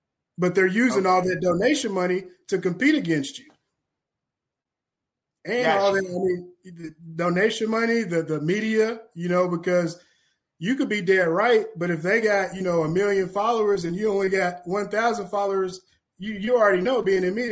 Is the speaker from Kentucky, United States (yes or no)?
yes; Kentucky, United States; I'm from Kentucky.